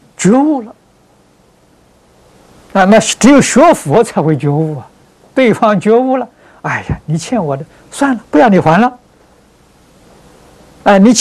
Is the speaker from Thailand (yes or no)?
no; China